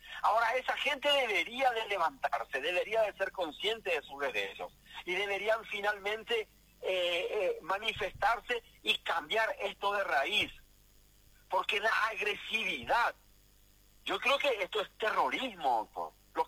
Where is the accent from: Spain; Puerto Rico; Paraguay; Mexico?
Paraguay; deberían tener las mismas oportunidades que tengo yo como paraguayo